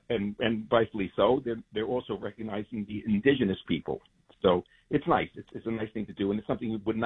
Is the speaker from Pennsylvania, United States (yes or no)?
no; New York City, New York, United States; I'm a Queens boy, born and raised.